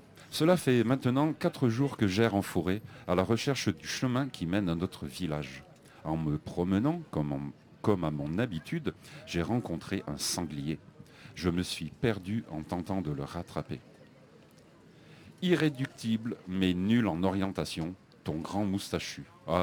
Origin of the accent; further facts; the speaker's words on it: Valence, Auvergne-Rhône-Alpes, France; je suis originaire de Valence, dans la Drôme